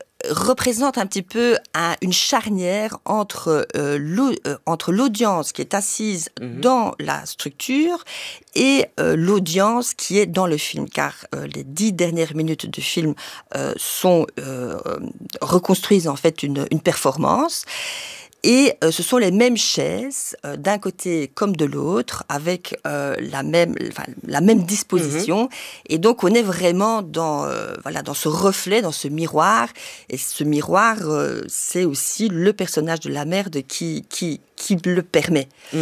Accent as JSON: {"language": "French", "country": "Luxembourg", "tie": "born or raised there", "also_born_or_lived": "Brussels, Belgium", "moved": "as an adult", "said": "Disons, oui, je suis née à Bruxelles, d'une mère espagnole, d'un père belge. Ensuite, j'ai grandi au Grand-Duché de Luxembourg et j'y ai vécu jusqu'à mes 18 ans."}